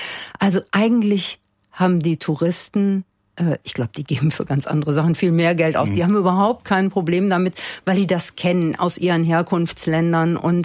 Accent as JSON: {"language": "German", "town": "Cologne", "region": "North Rhine-Westphalia", "country": "Germany", "said": "auch als Kölnerin"}